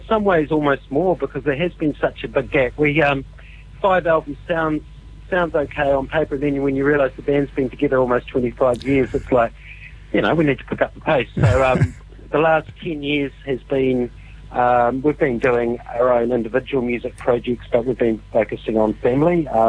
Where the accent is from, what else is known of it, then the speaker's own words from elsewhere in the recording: Dunedin, Otago, New Zealand; moved away as an adult; also born or lived in Auckland; I was living in Auckland at the time. I'm originally from Te Pōti, Dunedin, where we are based now, but I was living in Auckland